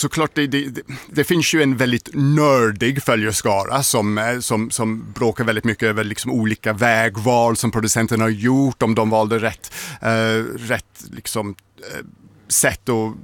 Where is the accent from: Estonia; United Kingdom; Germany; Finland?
United Kingdom; now in Sweden; jag har kanske den relation som de flesta britter har, vilket är att man växte upp med Doctor Who.